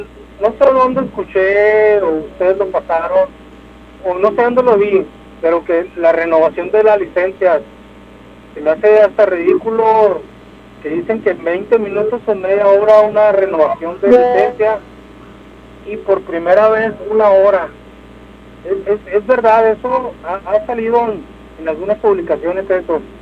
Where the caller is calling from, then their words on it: Ciudad Juárez, Chihuahua, Mexico; yo soy de Juárez, ustedes son de Juárez, hemos manejado acá en El Paso